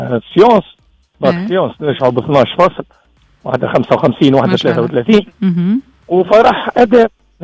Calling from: Mahres, Sfax Governorate, Tunisia; أنا من محرس الصفاقس

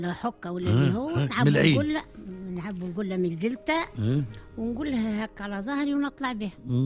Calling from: Tunis, Tunis Governorate, Tunisia; نسكن في بار تونس

